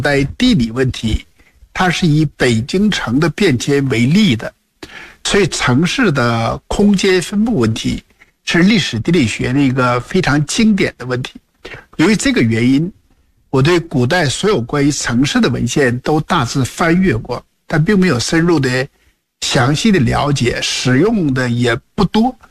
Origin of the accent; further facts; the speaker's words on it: Northeast China, China; 但我们东北人也是中国人，不要以为东北人就不是中国人，我们都是中华民族